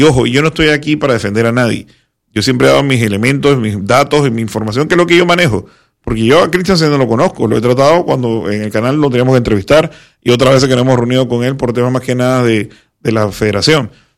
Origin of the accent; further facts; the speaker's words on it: Panama; nosotros como panameños